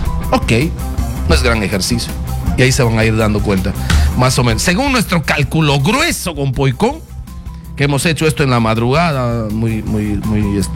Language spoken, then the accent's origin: Spanish; Loreto, Peru; Loreto es interesante, ¿sabes por qué? Bueno, primero porque es mi tierra.